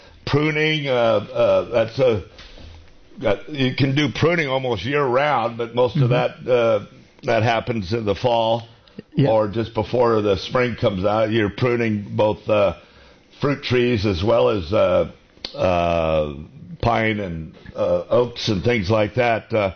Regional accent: California, United States; I took care of a lot of vineyards in my day, and pears growing up in Mendocino County.

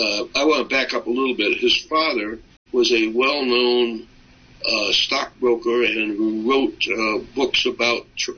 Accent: Chicago, Illinois, United States; I didn't have very many friends in L.A. because I grew up in Chicago and I went to four different high schools. My family was moving all the time.

